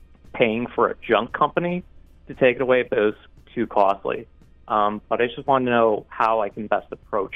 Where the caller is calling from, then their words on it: New York, United States; I'm calling from upstate New York.